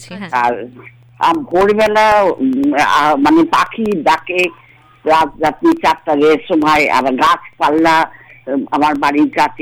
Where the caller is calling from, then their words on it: Dankuni, West Bengal, India; আমার বাড়িটা ঠিক এইরকম একটা গ্রামের মধ্যে